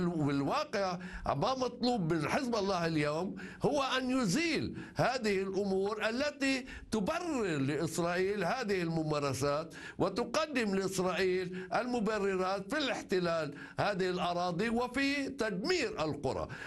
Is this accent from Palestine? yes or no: no; Lebanon; نحن كلبنانيين